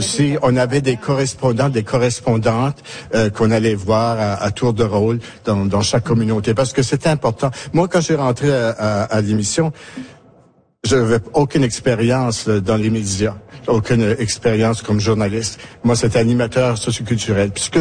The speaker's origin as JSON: {"language": "French", "region": "Prince Edward Island", "country": "Canada", "tie": "born or raised there", "said": "ma région natale, la région évangéline, où c'est là qu'on vivait le plus en français."}